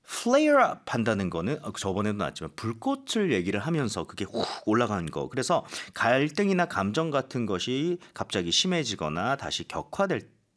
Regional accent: Goseong, South Gyeongsang, South Korea; 어머, 저희 고향입니다. 경남 고성.

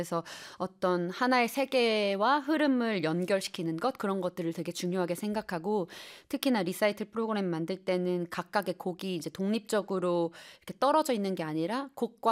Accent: South Korea; 우린 한국인이니까

